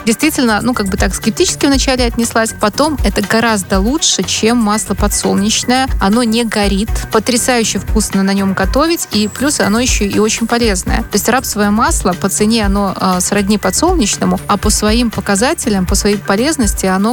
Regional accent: Dzyarzhynsk, Minsk Region, Belarus; В этом году областные дожинки в Минской области пройдут в городе Дзержинске. Это мой родной город.

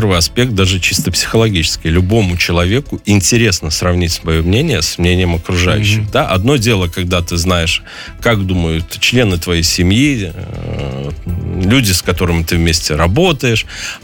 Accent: Belarus; мы, белорусы, стали привередливые.

